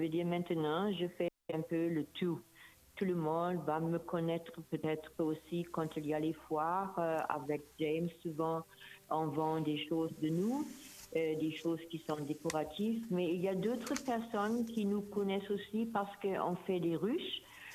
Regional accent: Germany; moved away as an adult; now in Rodrigues, Mauritius; Je suis déjà depuis 29 ans à Rodrigue et je viens de l'Allemagne.

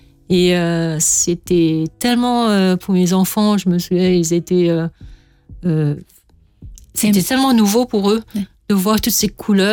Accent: Mauritius; J'aime bien montrer la unicité en tant que Mauricien.

